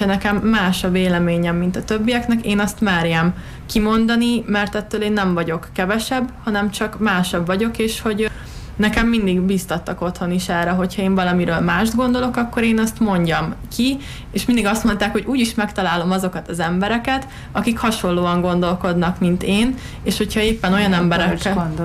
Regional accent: Hungary; mi magyarok vagyunk

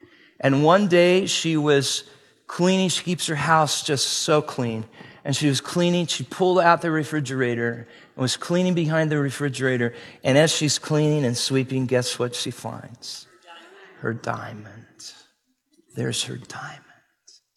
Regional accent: Medford, Oregon, United States; now in Prescott, United States; Okay, I grew up in Southern Oregon, in Medford, Oregon.

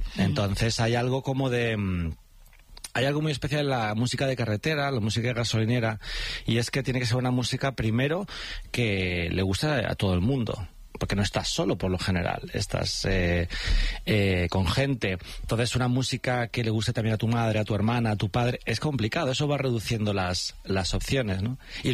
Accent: Alcorcón, Community of Madrid, Spain; Cuando me decían, ¿tú de dónde eres? Yo decía, Alcorcón. La gente era como... ¿Sabes? En plan, como que les parecía gracioso ser de Alcorcón. Y yo, ¿qué pasa? En plan, para mí ser de Alcorcón era normal.

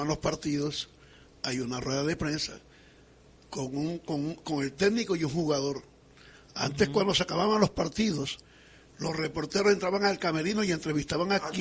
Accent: Barranquilla, Atlántico, Colombia; now in Valencia, Spain; le dije, Carlos, vengo de Barranquilla, estoy aquí en Valencia

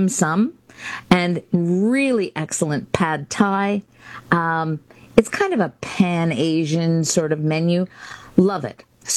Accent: Canada

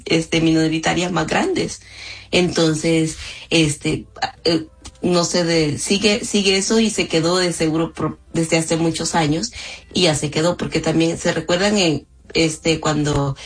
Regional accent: El Salvador; generalmente a mí me la ha dado un mexicano, y okay, siendo mujer y siendo salvadoreña.

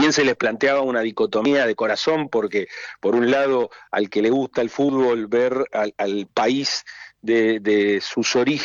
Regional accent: Argentina; born there; Yo me formé y me crié en la comunidad española y manteniendo esa identidad, más allá que también tengo algún abuelo italiano, pero la mayoría fue española

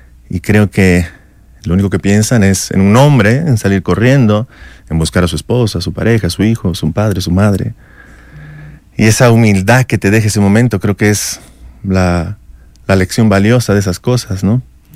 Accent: Bolivia

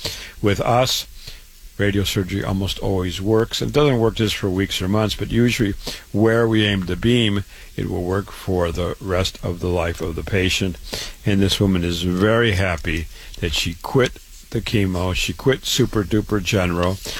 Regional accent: Waterloo, Iowa, United States; I was born and raised in Waterloo, Iowa.

